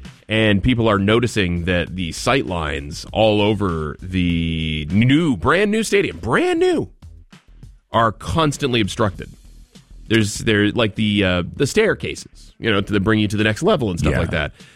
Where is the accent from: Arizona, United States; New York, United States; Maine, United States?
Maine, United States; Bangor; Obviously Boston is near us, but I grew up in Bangor.